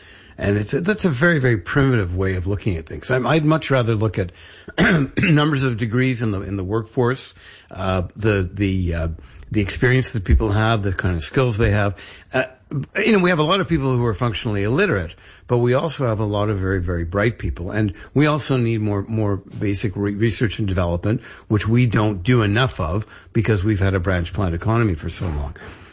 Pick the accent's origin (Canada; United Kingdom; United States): Canada; Canadians, unlike the sort of the cliche about us, we are patriotic. We're not jingoistic. We're not in your face, kind of arrogant, but we're proud of our country.